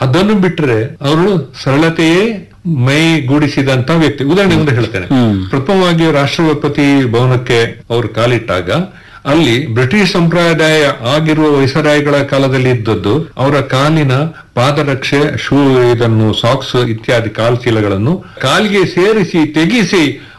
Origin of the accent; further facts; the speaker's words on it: Puttur, Karnataka, India; ಆಮೇಲೆ ನನ್ನ ಊರಿನ ಪುತ್ತೂರಲ್ಲಿ ಕರ್ನಾಟಕ ಸಂಘ ಅಂತ ಒಂದು ಸಂಸ್ಥೆಯಲ್ಲಿ